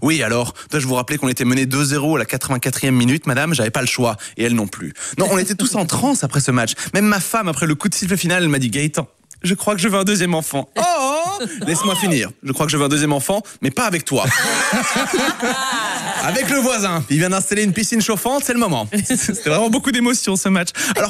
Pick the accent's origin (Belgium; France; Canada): Belgium; le bonheur que nous traversons en tant que Belges miraculés ne connaît aucune limite